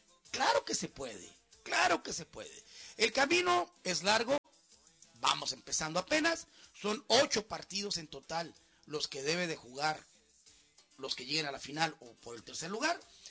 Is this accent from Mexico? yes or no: yes; Mexico; cómo somos los mexicanos